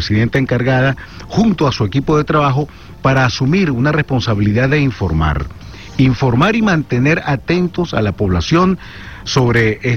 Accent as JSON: {"language": "Spanish", "town": "Caracas", "region": "Capital District", "country": "Venezuela", "said": "como caraqueños seguramente nos sentimos muy pero muy impactados por lo que ha ocurrido, particularmente en La Guaira, declarada zona de desastre, porque nos las pasamos casi que viviendo en La Guaira."}